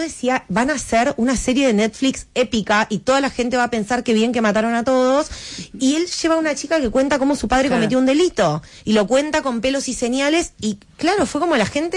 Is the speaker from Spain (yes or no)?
no; Adrogué, Buenos Aires Province, Argentina; born there; Yo vivía en Adrogué.